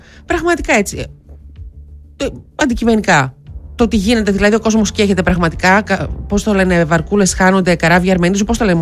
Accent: Greece

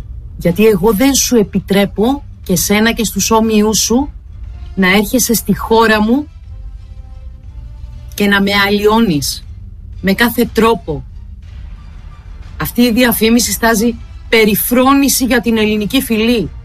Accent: Greece; born there; είμαι Ελληνίδα, πατριώτισα, που σέβεται την παράδοσή της, τα ήθη, τα έθιμα και τις αξίες της, που τιμά τη χώρα που τη γέννησε και το χριστιανισμό, και δεν είμαι μειονότητα στη χώρα μου

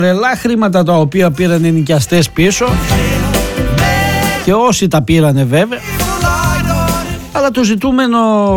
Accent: Greece; Το ζητούμενο είναι να μην ζω εγώ σαν Έλληνας πολίτης ως επέτης.

